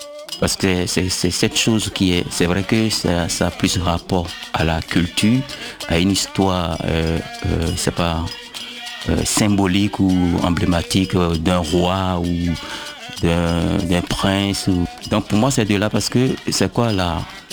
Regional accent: Grand-Popo, Mono, Benin; Je suis originaire de Grand Popo, comme tu l'as dit, effectivement.

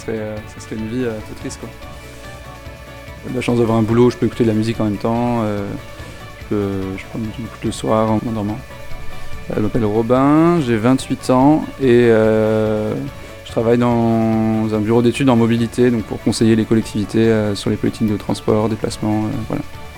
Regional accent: Toulouse, Occitanie, France; Bah, je viens de Toulouse, donc non, je t'ai jamais vu ici.

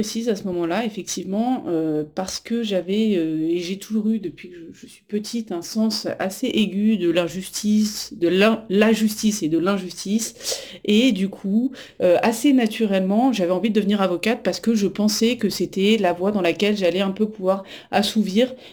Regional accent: Paris, Île-de-France, France; born there; Oui, alors je suis née en 1990, à Paris.

